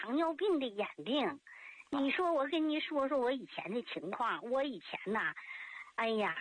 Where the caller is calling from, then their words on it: Tangshan, Hebei, China; 我是唐山的，河北唐山的。